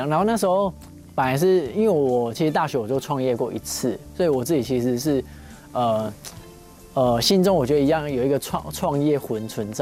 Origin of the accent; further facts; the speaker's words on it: Tainan, Taiwan; 我是台南人，然后我阿公阿嬷家在御景，那我们家其实住在永康，可是小时候都会常去阿公阿嬷家